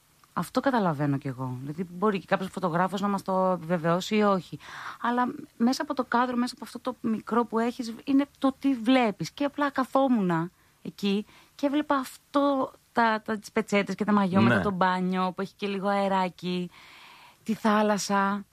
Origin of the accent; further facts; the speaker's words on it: Athens, Attica, Greece; also born or lived in Agrinio; Και μάλιστα είμαι γεννημένη μεγαλωμένη στην Αθήνα.